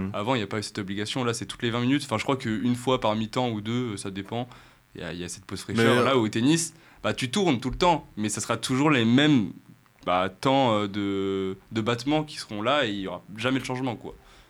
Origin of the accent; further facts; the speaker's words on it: France; parce que je suis un Français totalement lambda